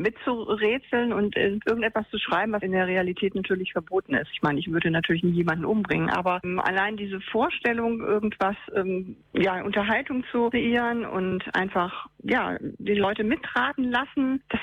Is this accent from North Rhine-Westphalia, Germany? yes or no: no; Lower Saxony, Germany; ich komme aus der Region Hannover in Niedersachsen